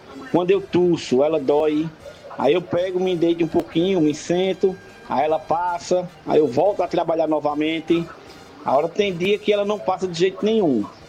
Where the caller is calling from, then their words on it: Caruaru, Pernambuco, Brazil; Eu sou aqui de Caruaru.